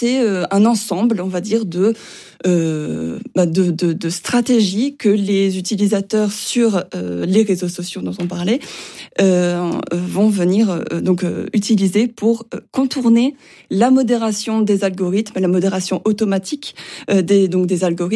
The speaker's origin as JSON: {"language": "French", "region": "Hauts-de-France", "country": "France", "said": "je ne suis pas à l'Université de Rennes, mais de l'Université d'Artois, et j'y tiens, je viens du Nord-Pas-de-Calais."}